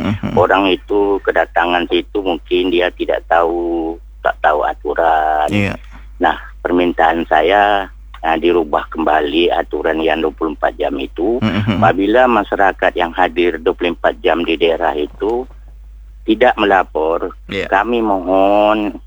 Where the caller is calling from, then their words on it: Tanjung Pinang, Riau Islands, Indonesia; Kita di Kota Tanjung Pinang ini